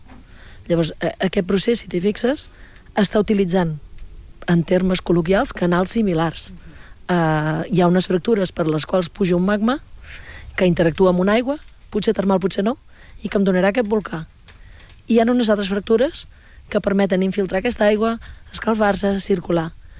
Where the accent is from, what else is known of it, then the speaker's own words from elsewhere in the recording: Caldes de Malavella, Catalonia, Spain; jo sóc de Caldes de tota la vida, la meva mare era de Caldes, el meu avi era de Caldes.